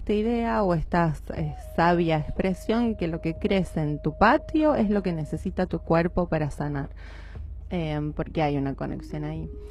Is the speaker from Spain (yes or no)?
no; Banfield, Buenos Aires Province, Argentina; crecía mucho allá en Banfield, de donde soy yo, en provincia de Buenos Aires